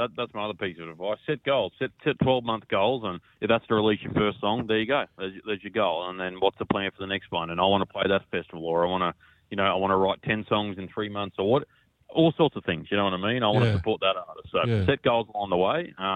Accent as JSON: {"language": "English", "region": "Queensland", "country": "Australia", "tie": "born or raised there", "said": "my home state."}